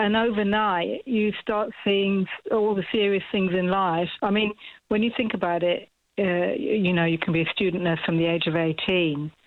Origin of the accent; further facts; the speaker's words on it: London, United Kingdom; moved away as an adult; also born or lived in Cornwall; I grew up in London, but I went to train in Cornwall. So it was a long way away from home.